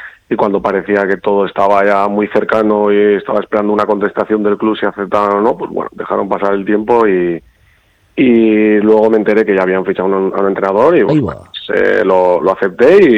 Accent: Zalla, Basque Country, Spain; now in Balmaseda, Spain; Soy de Aranguren, soy de Zayuco, pero del barrio de Aranguren.

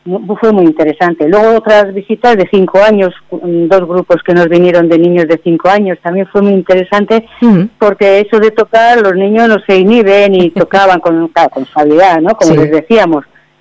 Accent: Basque Country, Spain; pues el resto somos de Álava, de Vitoria sobre todo, y de algunos pueblos de alrededor.

